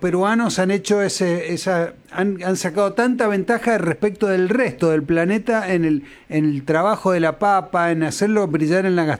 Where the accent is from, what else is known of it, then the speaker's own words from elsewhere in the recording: Mendoza, Argentina; somos una provincia andina